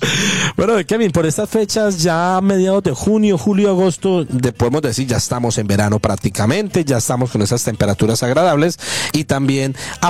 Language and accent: Spanish; Colombia; now in Spain; nosotros somos de Colombia